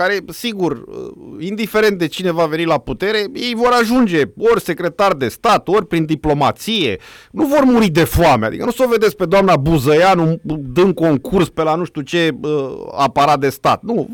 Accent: Romania; mă simt insultat ca român

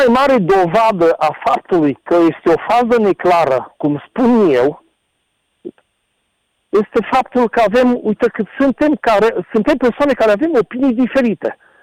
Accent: Romania; sunt și român

